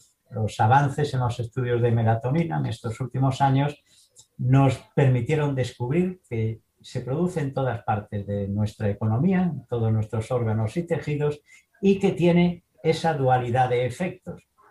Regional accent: Galicia, Spain; Yo estudié en la Facultad de Medicina de Santiago de Compostela, soy gallego.

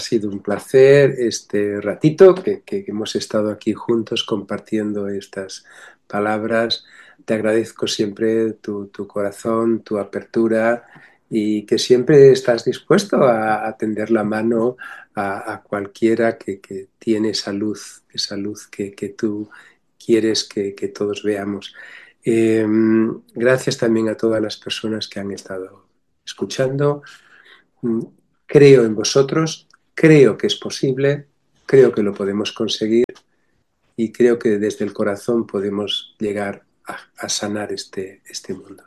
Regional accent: Extremadura, Spain; Soy extremeño profundo, pero no se nota.

